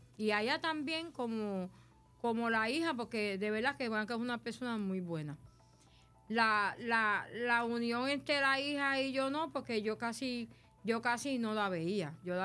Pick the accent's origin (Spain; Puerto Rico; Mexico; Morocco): Puerto Rico; Cataño; soy de Cataño, nací aquí, me crié aquí.